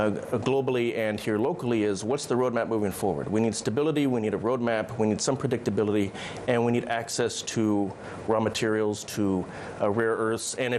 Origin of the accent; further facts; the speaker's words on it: Seattle, Washington, United States; I'm from Seattle.